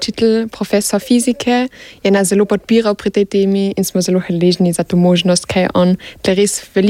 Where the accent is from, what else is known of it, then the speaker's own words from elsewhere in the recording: Carinthia, Austria; kot koroški Slovenci